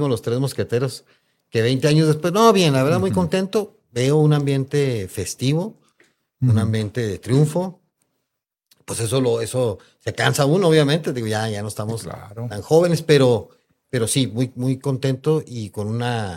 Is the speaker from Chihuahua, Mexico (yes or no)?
yes; Ciudad Juárez, Chihuahua, Mexico; born there; Yo nací en Juárez hace 57 años.